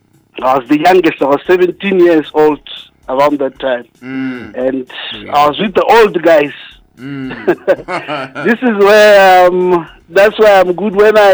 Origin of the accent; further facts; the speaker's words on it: Zimbabwe; now in Lesotho; So, Zimbabwe, I was growing up in Kwadim.